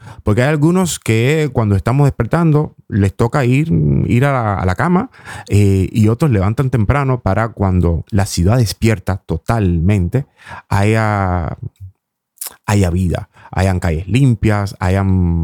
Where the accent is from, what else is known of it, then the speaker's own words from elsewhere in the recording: Cuba; yo también soy de Cuba